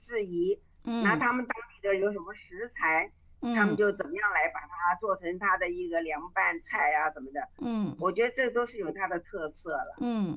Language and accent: Chinese; Taiwan; 你再把它变成就像我们台湾人吃的这个那个什么，仙草，对吧？